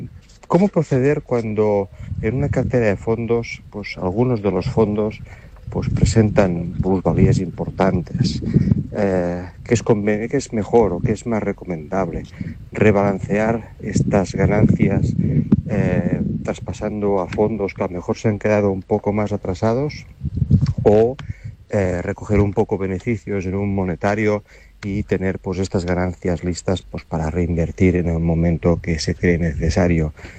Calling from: Lleida, Catalonia, Spain; Buenos días, Jordi, desde Lleida.

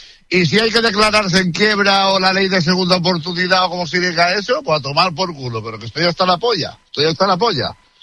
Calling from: Riba-roja de Túria, Valencian Community, Spain; Hoy en Ribarroja, hoy cerca de casita.

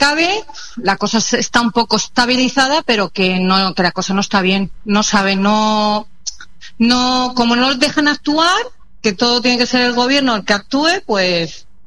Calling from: Alicante, Valencian Community, Spain; Yo en Alicante.

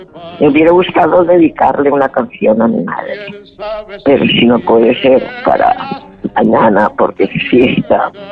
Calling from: Denia, Valencian Community, Spain; de Denia.

